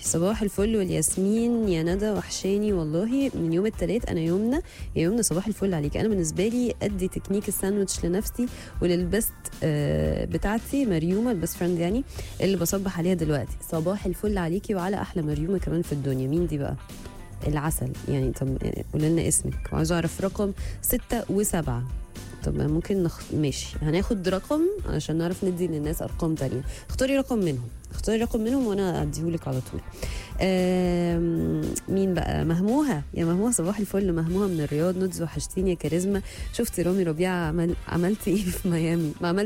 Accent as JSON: {"language": "Arabic", "country": "Egypt"}